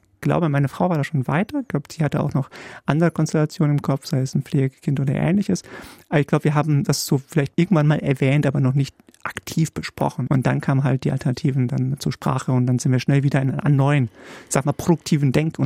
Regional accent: Poland

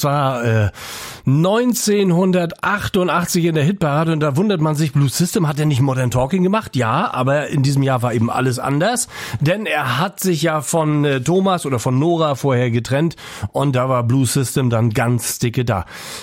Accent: Rostock, Mecklenburg-Vorpommern, Germany; born there; ich als gebürtiger DDR-Bürger

